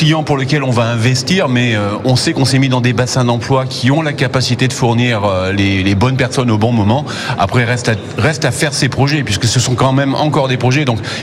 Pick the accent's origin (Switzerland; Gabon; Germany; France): France; Je suis français